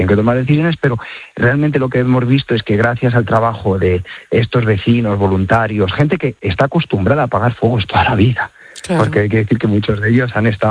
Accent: Las Navas del Marqués, Castile and León, Spain; Pero yo soy de la zona, yo soy de las Naves del Marqués.

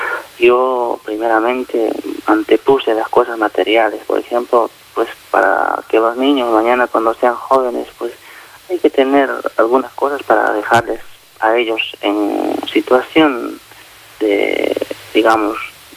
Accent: Bolivia; Yo soy de Bolivia.

